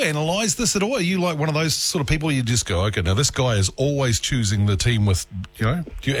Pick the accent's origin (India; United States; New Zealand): New Zealand; Dunedin, Otago; Well, I'm from Dunedin, so I do.